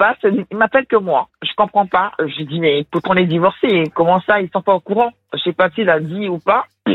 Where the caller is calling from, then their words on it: Nouvelle-Aquitaine, France; Quand je leur dis que je suis en Gironde